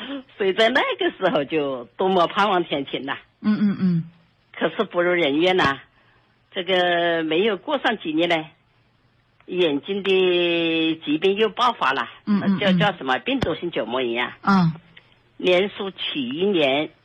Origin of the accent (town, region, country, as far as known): Xiangtan, Hunan, China; born or raised there